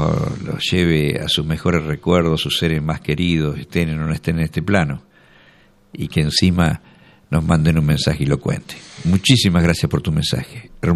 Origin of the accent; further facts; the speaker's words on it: Argentina; tenemos mucho patriotismo, somos muy argentinos y somos fanáticos de nosotros